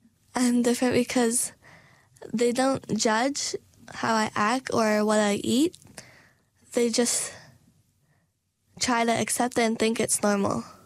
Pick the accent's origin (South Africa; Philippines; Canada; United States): Philippines; As a Filipino, I realize that how I act sometimes and think and the food I eat are different to my friends and people around me.